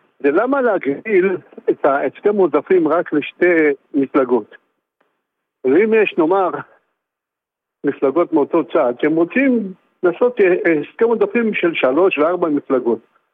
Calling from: Netanya, Central District, Israel

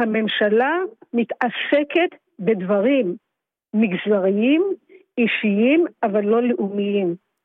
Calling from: Petah Tikva, Central District, Israel; פתח תקווה.

